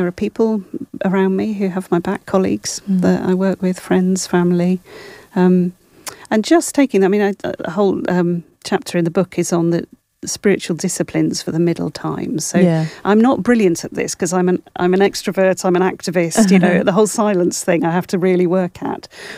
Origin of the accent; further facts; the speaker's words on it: Wales, United Kingdom; I'm Welsh, and so the kind of Welsh revival is in my blood.